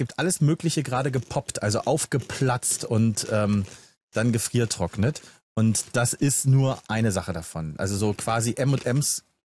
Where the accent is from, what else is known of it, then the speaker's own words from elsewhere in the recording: Berlin, Germany; Ich als Berliner weiß es gar nicht.